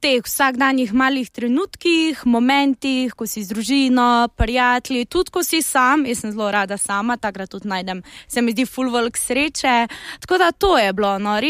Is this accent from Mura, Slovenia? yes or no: no; Carinthia, Slovenia; now in Ljubljana, Slovenia; ker sama prihajam iz Koroške, iz gorskega okolja